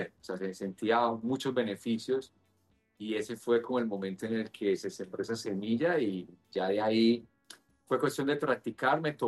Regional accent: Medellín, Antioquia, Colombia; moved away; originariamente yo soy de Medellín, tengo 40 años actualmente

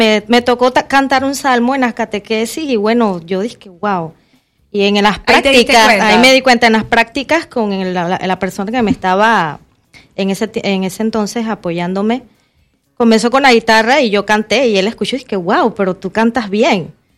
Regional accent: Panama; soy panameña.

